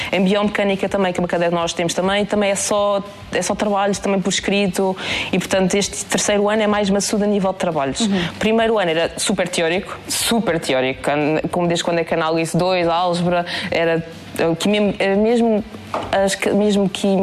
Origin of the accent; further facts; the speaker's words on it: Algarve, Portugal; E eu: ainda te sou do Algarve, professora.